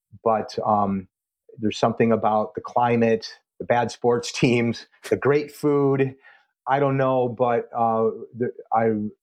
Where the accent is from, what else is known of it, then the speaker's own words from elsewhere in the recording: Buffalo, New York, United States; moved away; also born or lived in Pensacola, Florida; there's disadvantages to growing up in Western New York.